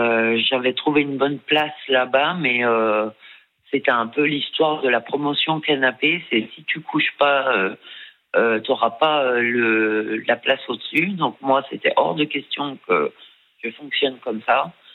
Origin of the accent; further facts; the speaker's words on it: Bourgogne-Franche-Comté, France; moved away; mon père était paysan et je suis partie en Angleterre pour tenter ma chance parce que je suis du Jura, je viens d'un tout petit patelin.